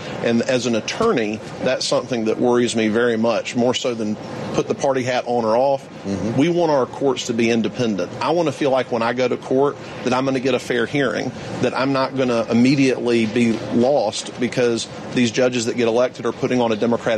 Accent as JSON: {"language": "English", "town": "Columbus", "region": "Georgia", "country": "United States", "tie": "born or raised there", "said": "My hometown of Columbus, Georgia, is about 90 miles southwest of here."}